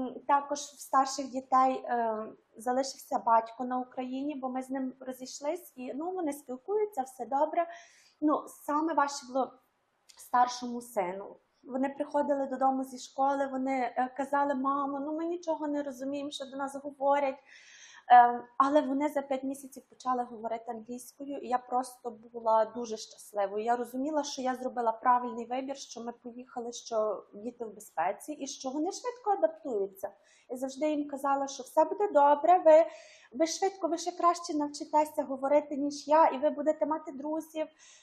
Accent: Monastyryska, Ternopil Oblast, Ukraine; moved away; Я родом з України, пишаюся цим, з Монастириська, Тернопільська область. Невеличке містечко, але я люблю його.

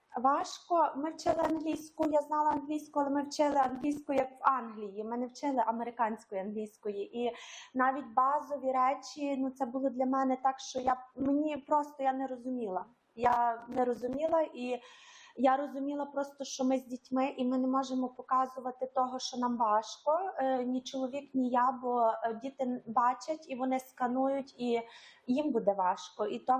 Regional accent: Monastyryska, Ternopil Oblast, Ukraine; moved away; Я родом з України, пишаюся цим, з Монастириська, Тернопільська область, невеличке містечко, але я люблю його.

